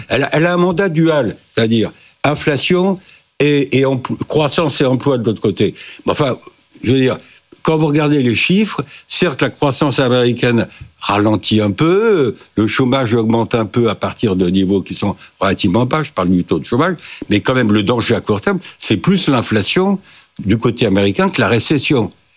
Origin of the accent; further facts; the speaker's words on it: France; chez nous en France